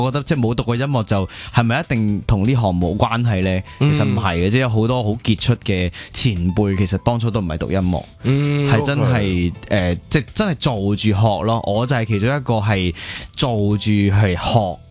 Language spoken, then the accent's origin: Cantonese; Macau; moved away as an adult; now in Hong Kong; 原来我发现我系嚟自澳门，系我系嚟自澳门，我系大学先嚟香港读书嘅。